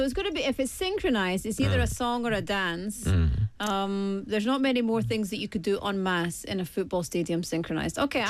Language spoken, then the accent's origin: English; Glasgow, Scotland, United Kingdom; moved away; I grew up in Glasgow